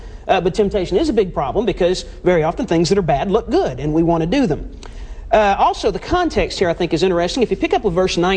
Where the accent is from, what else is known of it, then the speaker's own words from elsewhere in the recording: Winchester, Tennessee, United States; When I was growing up in Winchester, Tennessee